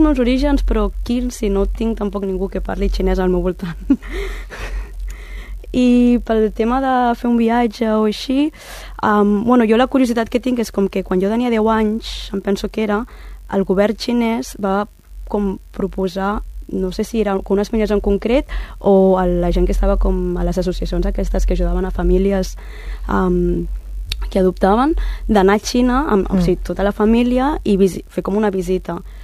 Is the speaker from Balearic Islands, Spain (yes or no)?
no; Tarragona, Catalonia, Spain; A més, som de Tarragona, havíem d'anar a Reus